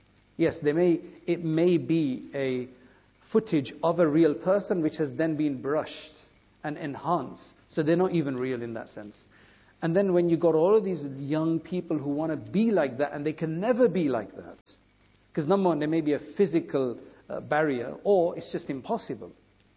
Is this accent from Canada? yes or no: no; United Kingdom; I've never felt non-British.